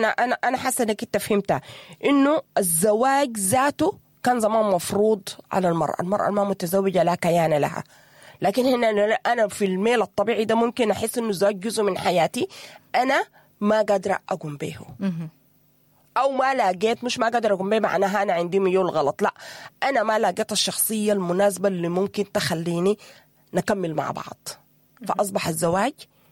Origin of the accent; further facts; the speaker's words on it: Sudan; إحنا كمجتمع سوداني.